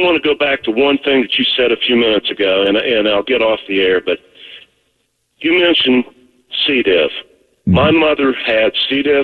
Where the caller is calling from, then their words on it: Boone, North Carolina, United States; We moved her from Asheville, North Carolina, up to our farm in Boone, North Carolina.